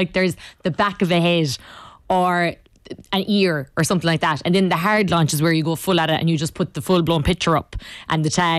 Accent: Munster, Ireland; I'm from Kerry and obviously we played Mayo in the All-Ireland and Mayo beat us

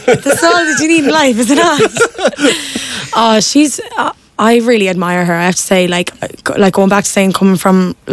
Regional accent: Munster, Ireland; moved away; I'm from Clare

